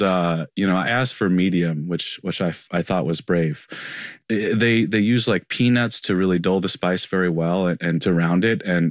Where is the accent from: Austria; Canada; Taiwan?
Taiwan; That's something I learned from the story, you know, because, you know, I'm from Taiwan and we're Buddhist as well, but we're not like always at the temple.